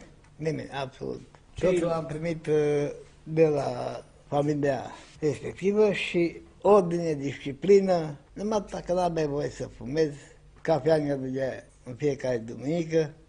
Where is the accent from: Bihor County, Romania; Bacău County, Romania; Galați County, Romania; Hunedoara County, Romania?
Bihor County, Romania; Din Bihor.